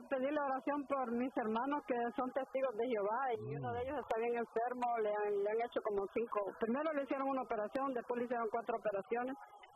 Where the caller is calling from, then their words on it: Hempstead, New York, United States; Yo le llamo de Long Island.